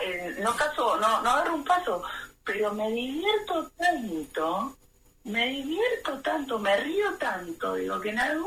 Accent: San Justo, Buenos Aires Province, Argentina; Somos de San Justo, Morón, Luz Uriaga.

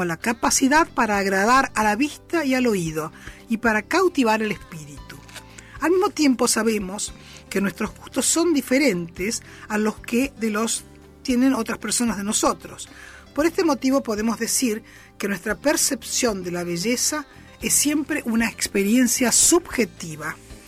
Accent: Argentina; lo que somos los argentinos.

